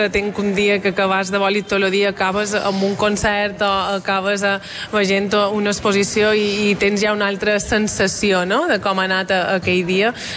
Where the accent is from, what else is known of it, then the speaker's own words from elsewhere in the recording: Mallorca, Balearic Islands, Spain; mos recorda qui som com a mallorquins, la força que tenim allà d'on venim